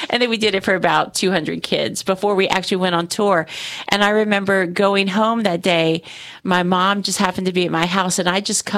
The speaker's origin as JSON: {"language": "English", "town": "Dallas", "region": "Texas", "country": "United States", "said": "I'm from Texas."}